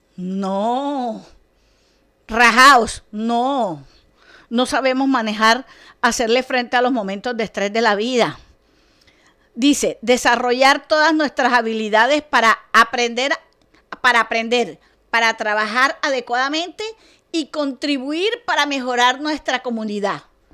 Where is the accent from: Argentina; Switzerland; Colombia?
Colombia; Para recordarnos que somos colombianos, que somos un solo país